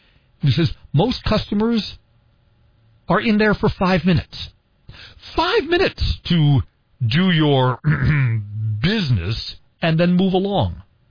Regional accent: New York City, New York, United States; moved away; the city that used to be my hometown.

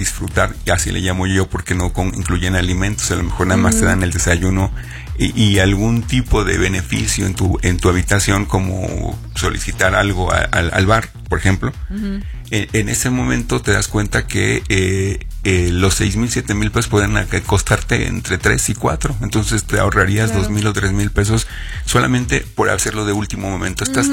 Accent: Mexico; somos estos mexicanos que hasta 7 de cada 10 lo hacemos de último momento

